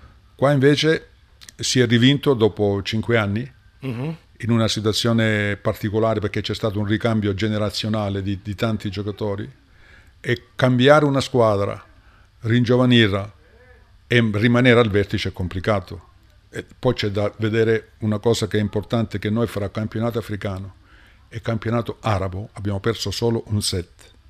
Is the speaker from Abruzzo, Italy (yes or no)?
no; Apulia, Italy; perché io sono salentino della Puglia e vedo che ci sono tante connotazioni che ci legano